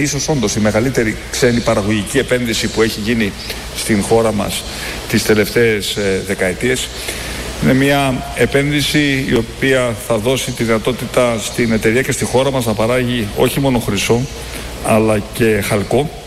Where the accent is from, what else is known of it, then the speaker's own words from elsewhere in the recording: Greece; εμείς ως Ευρωπαίοι, όχι απλά ως Έλληνες